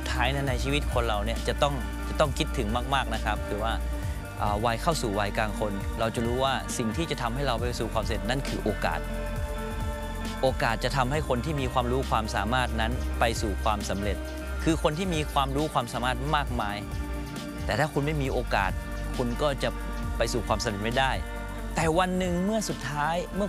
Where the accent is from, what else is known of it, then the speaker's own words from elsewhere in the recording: Phayao, Thailand; เลยตัดสินใจที่จะกลับมาอยู่จังหวัดพะเยาที่เนี่ยมันคือบ้านของเราแล้วบางครั้งเนี่ยเราก็อยากรู้สึกว่าเราได้โตที่นี่ทำอะไรที่นี่